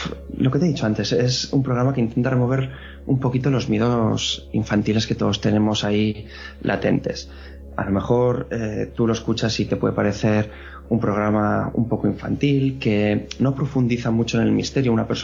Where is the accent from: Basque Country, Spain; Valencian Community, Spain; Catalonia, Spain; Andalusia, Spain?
Basque Country, Spain; Vitoria; yo soy del País Vasco